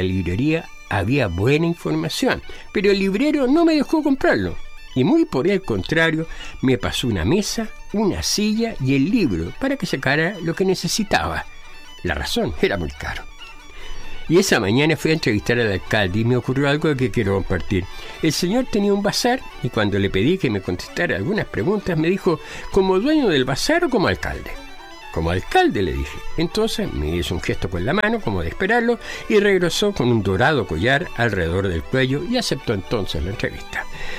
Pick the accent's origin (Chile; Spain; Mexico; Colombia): Chile; por mi acento los parroquianos descubrieron que yo no era irlandés. Me preguntaron quiénes éramos y les dije, chilenos.